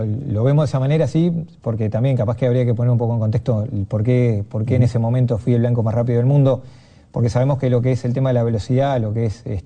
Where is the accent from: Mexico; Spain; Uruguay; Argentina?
Uruguay; Salto; born there; también dijeron que no querían poner a mi nombre porque yo soy nacido en Salto.